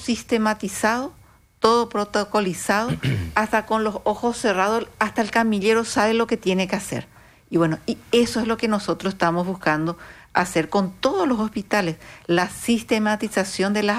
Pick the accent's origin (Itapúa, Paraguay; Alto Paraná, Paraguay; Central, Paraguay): Itapúa, Paraguay; Encarnación; Todos saben que yo soy de Encarnación.